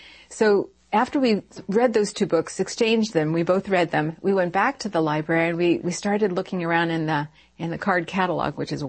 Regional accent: Lancaster, Pennsylvania, United States; growing up in Lancaster, Pennsylvania, there's absolutely nothing to do, but at least back in the late 60s, early 70s.

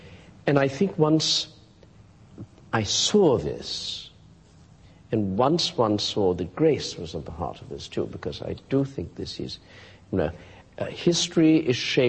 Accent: United States; I was brought up in America, you probably can't tell it anymore, but my family's from the Deep South.

